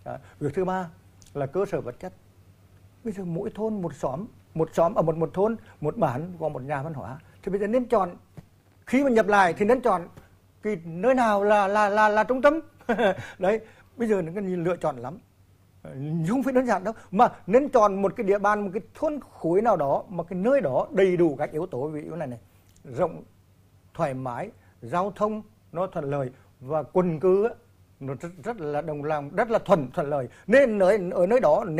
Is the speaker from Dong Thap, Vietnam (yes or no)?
no; Quỳnh Đôi, Nghệ An, Vietnam; Ví dụ như ở quê của tôi, vì tôi Quỳnh Lôi